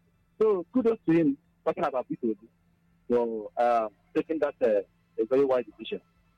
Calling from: Enugu, Enugu State, Nigeria; I'm calling from Enugu.

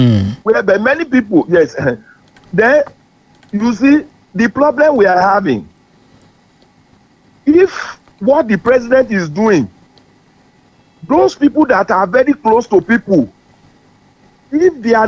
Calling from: Olodo, Nigeria; I'm calling from Olodo.

